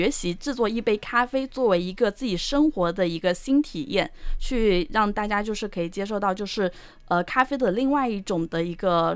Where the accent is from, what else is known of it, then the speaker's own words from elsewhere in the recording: Jinjiang, Fujian, China; moved away; 因为我之前都是在外地生活， … 其实不是那么常见的，但是我回到了这个我们的晋江这个地方发现跟我同姓的人超级多